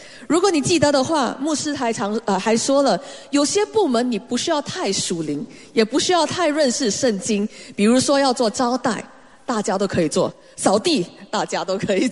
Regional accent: Singapore; 有时候我知道身为华人，身为亚洲人，我们很想得到答案。我们如果在我记得我在上学的时候，在新加坡我们有一个叫 10-year series，

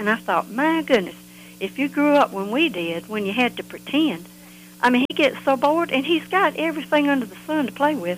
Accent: Augusta, United States; see, I grew up in Augusta.

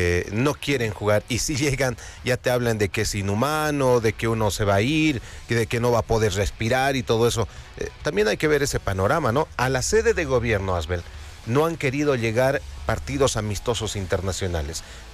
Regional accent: Bolivia

